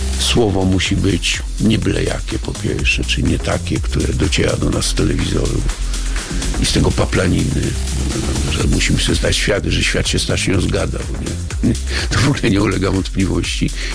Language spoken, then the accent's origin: Polish; Sopot, Pomeranian Voivodeship, Poland; Ponieważ jestem z Sopotu